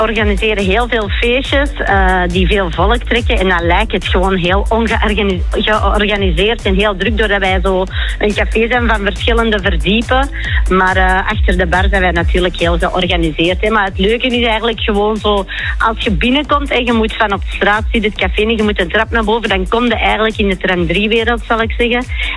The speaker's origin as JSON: {"language": "Dutch", "town": "Merksem", "region": "Antwerp", "country": "Belgium", "tie": "born there", "said": "Ik ben geboren in Merksem en vanaf dat ik de vrijheid had, dat school gedaan was, pakte ik de tram 3 naar de stad."}